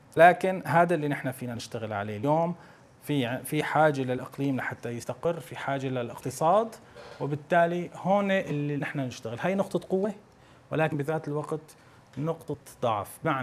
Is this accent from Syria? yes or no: yes; Syria; ربما يعني تسبب تبعات نحن كسوريين جميعا بغينا عنا. نحن خارجين من حرب 14 سنة مدمرة